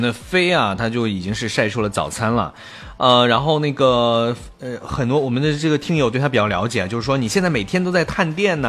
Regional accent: Henan, China; 让我觉得作为河南人特别的光荣。

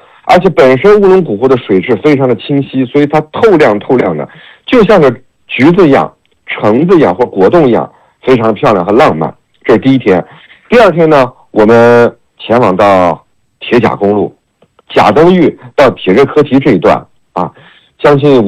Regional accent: Xinjiang, China

